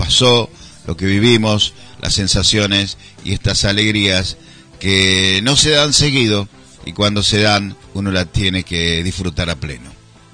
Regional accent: Argentina; como somos los argentinos resilientes

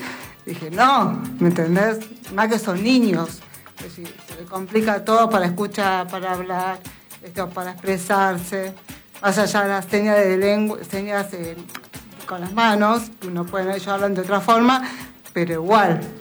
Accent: Buenos Aires, Argentina; moved away as an adult; now in Córdoba, Argentina; Yo soy de Capital de Buenos Aires.

